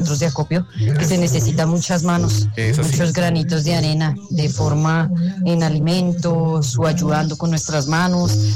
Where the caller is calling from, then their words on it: Bogotá, Colombia; Pues los que estamos acá en Bogotá estamos bien.